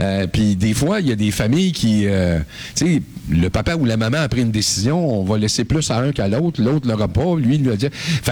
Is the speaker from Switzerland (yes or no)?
no; Quebec, Canada